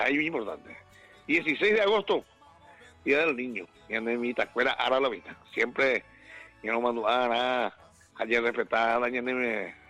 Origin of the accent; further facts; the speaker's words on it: Paraguay; como paraguayo tenemos que estar amándonos, queriéndonos, respetándonos y haciendo proyectos juntos